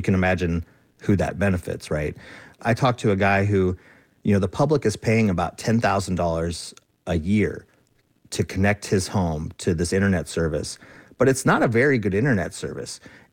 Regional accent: Alaska, United States; But you know, I'm from Alaska. I grew up here, and when I go to other states, I'm amazed at how little everyone else pays

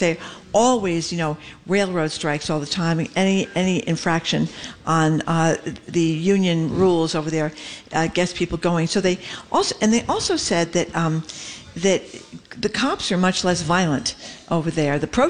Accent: Ireland; I remembered her name because I'm Irish and because her name is similar to mine.

